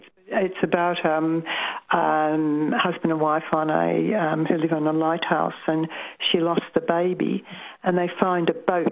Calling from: Umina Beach, New South Wales, Australia; Hello, Ashwin. Umeana Beach in New South

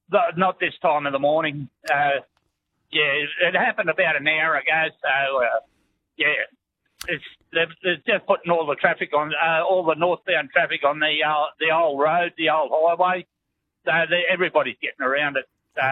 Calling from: Grafton, New South Wales, Australia; I'm northbound from Grafton, but up around Broadwater, just on the northbound side, there's a truck fire up there.

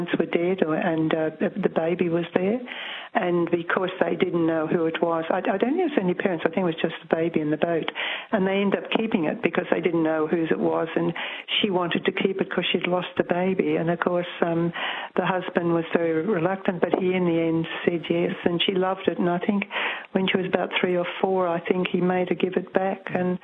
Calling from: New South Wales, Australia; Eumina Beach in New South Wales.

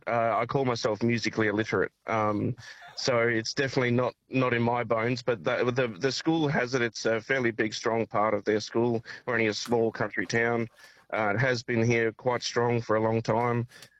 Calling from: Carnamar, Western Australia, Australia; I am currently in a little town called Carnamar in Western Australia. We're travelling from Morawa down to Perth

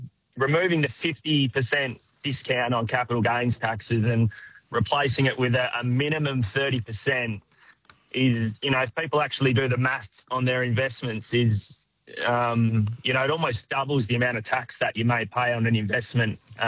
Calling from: Brunswick, Western Australia, Australia; from Brunswick in Western Australia.

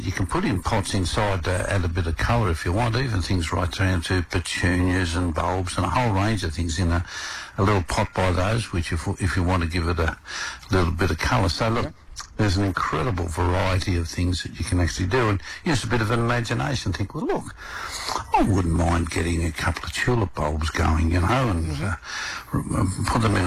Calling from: Mount Coolum, Queensland, Australia; Mount Coolum. How's that?

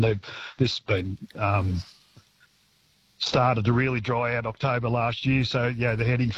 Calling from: Glen Innes, New South Wales, Australia; I'm calling you from Glen Innes this morning, and we've got 18 trucks up here

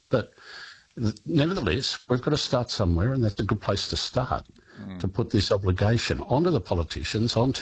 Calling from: Canberra, Australian Capital Territory, Australia; I'm calling you from Parliament House down in Canberra

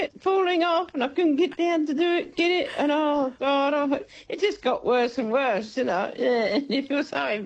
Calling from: Maffra, Victoria, Australia; Oh, hi, Mim. Yeah … from Maffra.

